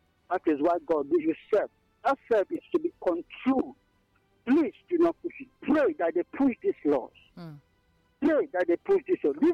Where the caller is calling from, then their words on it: Enugu, Enugu State, Nigeria; I'm calling you from Enugu right now.